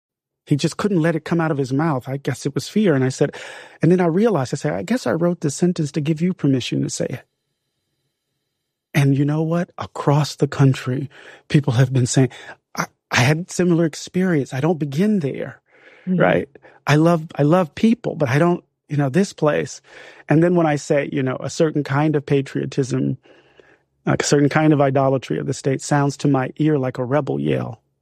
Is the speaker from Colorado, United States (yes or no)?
no; Mississippi, United States; I grew up in Mississippi.